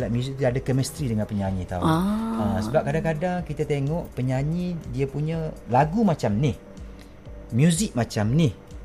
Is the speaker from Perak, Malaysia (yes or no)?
no; Kelantan, Malaysia; Kelantan ni sebab kami punya negeri.